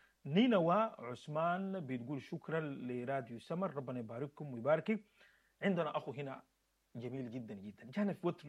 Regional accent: Sudan; دي حاجتنا كسودانيين

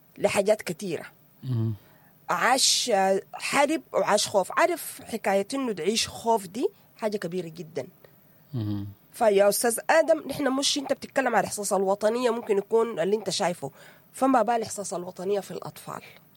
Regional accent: Sudan; أنا من السودان.

